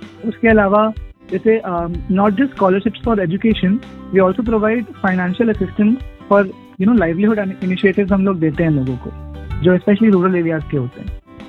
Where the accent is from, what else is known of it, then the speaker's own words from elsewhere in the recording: Lucknow, Uttar Pradesh, India; also born or lived in Sidhauli; हम लोग लखनऊ से हेल करते हैं, हम लोग मतलब ओरिजिनली लखनऊ से है, लखनऊ के पास भी हमारा गाँव है सिधौली करके।